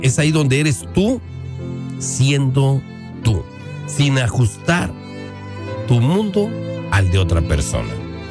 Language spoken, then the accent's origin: Spanish; Puebla, Mexico; now in United States; Nosotros como mexicanos el día de mañana 16 celebramos nuestra independencia